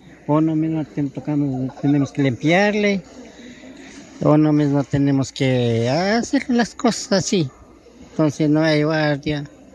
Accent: Otavalo, Imbabura, Ecuador; Yo soy de Otavalo.

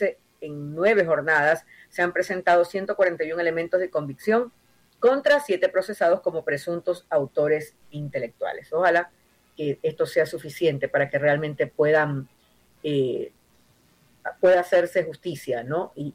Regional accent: Ecuador; nosotros como ecuatorianos nos hemos acostumbrado a ignorar

